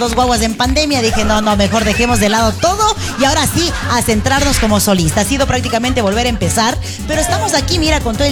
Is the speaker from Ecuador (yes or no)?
yes; Quito, Pichincha, Ecuador; usted habla así arrastradito y cantado. Sí, efectivamente, pero no soy de mi Cuenca preciosa, soy de Quito.